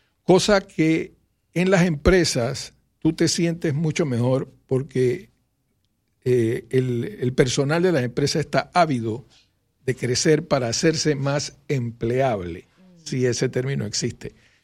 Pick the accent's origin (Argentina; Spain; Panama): Panama; Sí, yo soy panameño, claro.